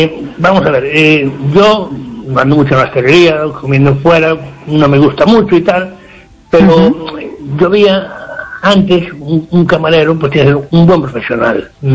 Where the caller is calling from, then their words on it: Ferrol, Galicia, Spain; aquí de Ferrol.